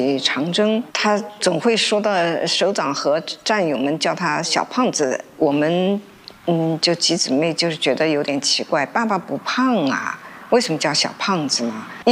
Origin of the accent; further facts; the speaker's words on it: Nanjing, Jiangsu, China; born there; now in Shanghai, China; 我出生在南京，夏天很热